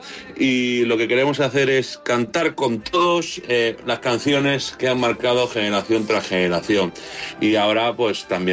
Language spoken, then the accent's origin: Spanish; Almería, Andalusia, Spain; moved away; Es la segunda vez que voy a mi tierra con mucho orgullo.